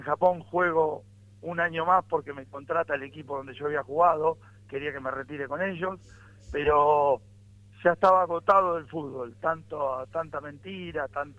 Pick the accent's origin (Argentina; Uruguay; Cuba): Argentina; Mercedes, Buenos Aires Province; yo estoy viviendo en la ciudad de Mercedes, provincia de Buenos Aires. ¿En tus pagos? En mi pago, sí.